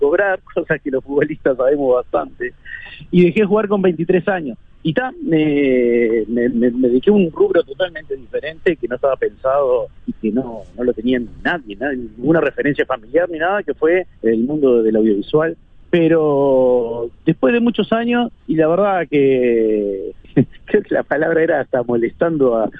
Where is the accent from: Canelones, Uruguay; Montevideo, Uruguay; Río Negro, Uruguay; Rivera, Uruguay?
Montevideo, Uruguay; also born or lived in La Unión, Montevideo; Yo, por más que nací en La Unión, desde muy chico nos fuimos a vivir ahí al Complejo Campo Español, inaugurado como en el 84